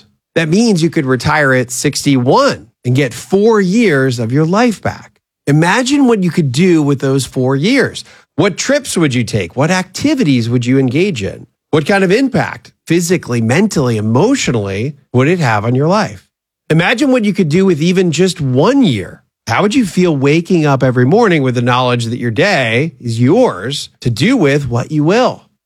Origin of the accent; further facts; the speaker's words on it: United States; I'm an American.